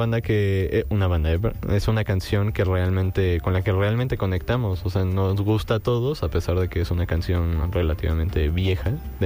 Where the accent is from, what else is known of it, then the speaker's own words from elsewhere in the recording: Mexico City, Mexico; Yo soy de Xochimilco.